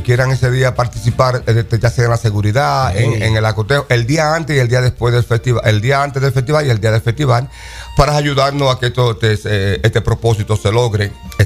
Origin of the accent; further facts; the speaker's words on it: Dominican Republic; now in United States; como dominicanos, tenemos que aceptar y saber celebrar y saber decir gracias a todas las culturas que han aportado algo en nosotros.